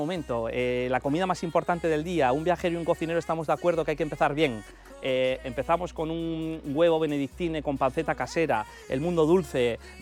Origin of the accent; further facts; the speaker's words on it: Cantabria, Spain; los lácteos de Cantabria, tanto mantequillas como quesos, que somos la región de Europa más importante en denominaciones de origen quesera.